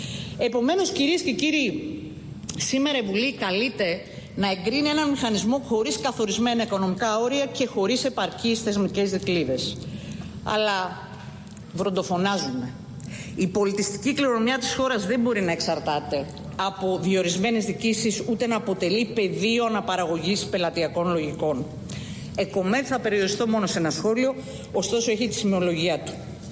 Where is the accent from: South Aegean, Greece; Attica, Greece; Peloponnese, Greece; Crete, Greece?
Peloponnese, Greece; ως Πελοποννήσια